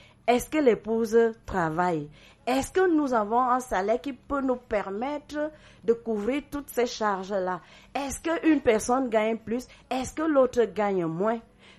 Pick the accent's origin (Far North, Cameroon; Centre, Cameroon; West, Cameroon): Centre, Cameroon; chez moi à Meyete. Meyete, c'est un petit village de l'arrondissement de Lembeyezou.